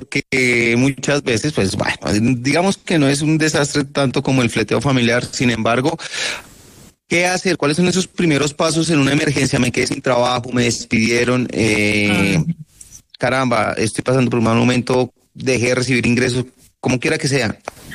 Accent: Colombia; Hay una particularidad en especial de la cultura de nosotros como colombianos

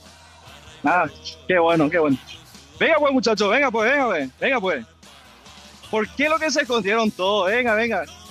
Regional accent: San Lorenzo, Central, Paraguay; Yo soy lorenzano ahí.

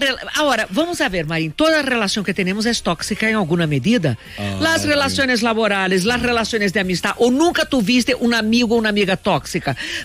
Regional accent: Bogotá, Colombia; Yo también soy de Chapinero.

